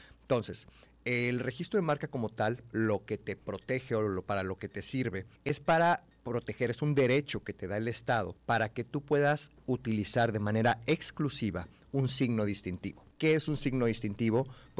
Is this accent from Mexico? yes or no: yes; Tabasco, Mexico; moved away; yo soy tabasqueño